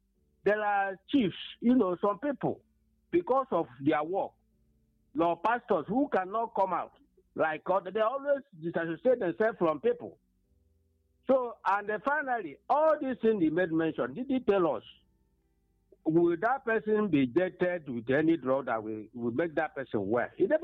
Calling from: Enugu, Enugu State, Nigeria; I'm calling from Enugu.

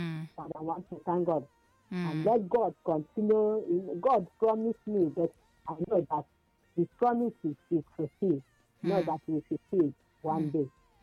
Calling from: Enugu State, Nigeria; from Ugwaji.

